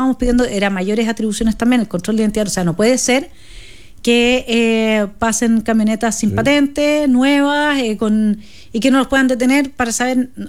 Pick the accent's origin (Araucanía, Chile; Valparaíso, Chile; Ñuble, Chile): Araucanía, Chile; Villarrica; also born or lived in Temuco; yo soy de la Araucanía, po. Yo soy de Villarrica.